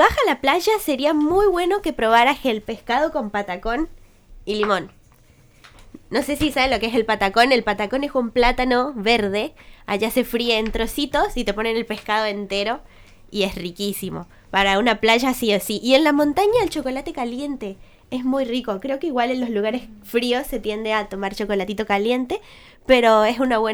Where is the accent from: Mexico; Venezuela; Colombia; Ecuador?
Venezuela; Barinas; moved away; Bueno, yo soy de Barinas, Venezuela, no sé si saben más o menos en qué parte es, pero es más o menos en los llanos de Venezuela.